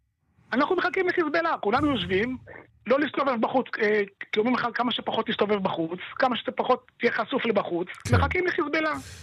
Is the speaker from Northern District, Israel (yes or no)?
yes; Goren, Northern District, Israel; born there; אנחנו נולדנו פה, אנחנו דור שלישי פה